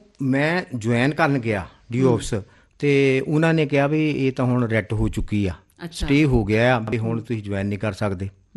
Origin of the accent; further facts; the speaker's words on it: Muzaffarpur, Punjab, India; ਮੇਰਾ ਬਚਪਨ ਮੈਡਮ ਜੀ, ਸਾਡਾ ਪਿੰਡ ਇੱਕ ਛੋਟਾ ਜਿਹਾ ਪਿੰਡ ਆ ਮੁਜ਼ੱਫਰਪੁਰ।